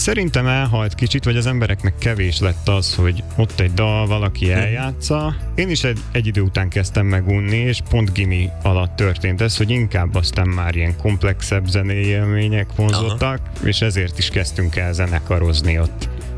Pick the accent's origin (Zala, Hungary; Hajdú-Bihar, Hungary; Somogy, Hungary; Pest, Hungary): Hajdú-Bihar, Hungary; Debrecen; az 5 emberből 4-en debreceniek vagyunk.